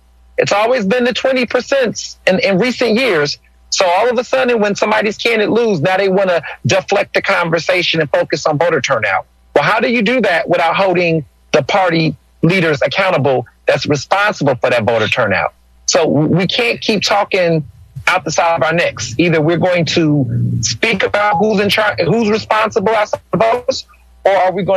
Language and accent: English; Texas, United States; now in Philadelphia, United States; I grew up in Texas